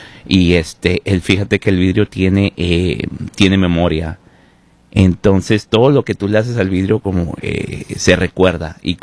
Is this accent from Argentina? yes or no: no; Mexico; now in Washington, United States; ¿Soy mexicano o soy más de aquí?